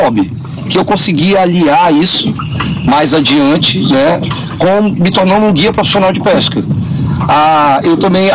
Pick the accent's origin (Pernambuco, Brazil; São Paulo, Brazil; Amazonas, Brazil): Amazonas, Brazil; Ó, eu comecei, eu sou amazonense, né? E comecei a minha carreira profissional na música.